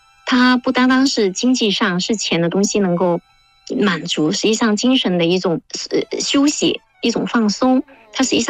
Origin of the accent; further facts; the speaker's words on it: Guangdong, China; moved away as an adult; 就是因为我本身我是潮汕人啊，我18岁离开了家乡，然后呢，慢慢的就有了一种远距离的一种回望，就回望我的家乡。